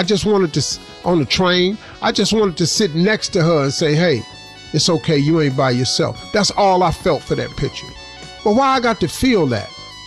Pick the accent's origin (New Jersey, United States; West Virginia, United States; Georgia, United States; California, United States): West Virginia, United States; Welch; born or raised there